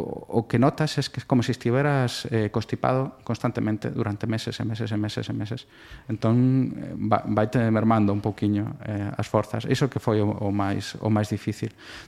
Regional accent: Madrid, Community of Madrid, Spain; Galician is a second language; eu son novo falante galego, a mitad da miña familia é galega, pero a outra mitad é de Madrid, eu crecín en Madrid.

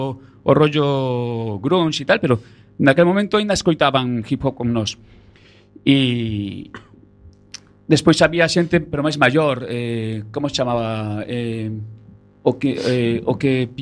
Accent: Galicia, Spain; Como galego que son, depende.

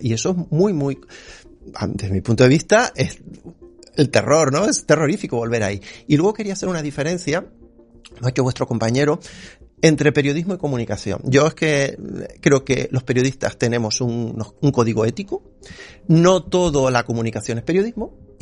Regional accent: Canary Islands, Spain; Yo soy canario, además, yo soy de Tenerife.

